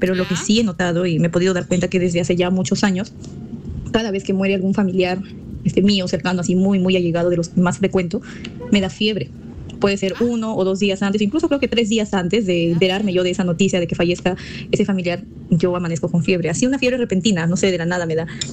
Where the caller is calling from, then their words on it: Chiclayo, Lambayeque, Peru; de Chiclayo.